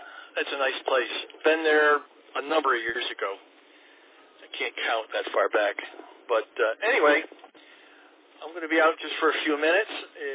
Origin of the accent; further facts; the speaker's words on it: Albany, New York, United States; moved away; I grew up in the Albany, Schenectady area, which is why family is down there